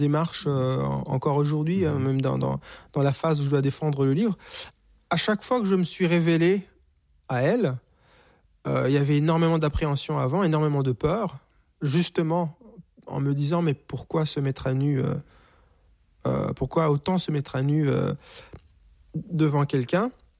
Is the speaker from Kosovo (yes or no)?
no; Rwanda; now in Canada; On me disait, tu viens d'où ? Je suis d'origine rwandaise. Étais-tu là pendant le génocide ? Oui, mais ma famille va bien.